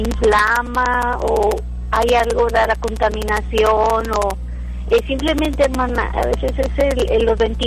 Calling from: Monterrey, Nuevo León, Mexico; Hablo de Monterrey

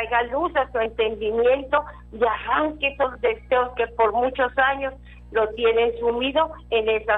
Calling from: Reynosa, Tamaulipas, Mexico; De Reynosa, Tamaulipas.

